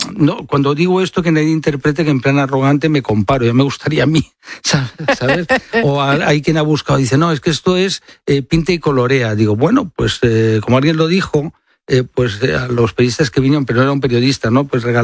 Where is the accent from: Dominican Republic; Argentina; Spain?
Spain; Barcelona, Catalonia; en mi tierra, Barcelona, y por tanto, desde jovencito hasta ahora